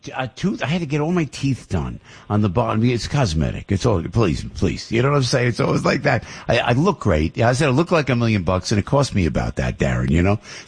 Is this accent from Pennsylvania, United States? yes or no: no; Passaic, New Jersey, United States; born there; I go to Paterson, New Jersey, man. I was born in Passaic, New Jersey, right next door, you know? Family grew up in Newark, New Jersey.